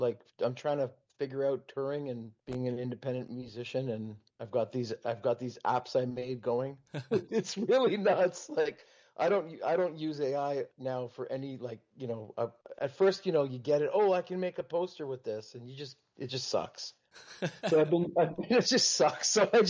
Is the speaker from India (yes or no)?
no; Canada; even though we're from Canada.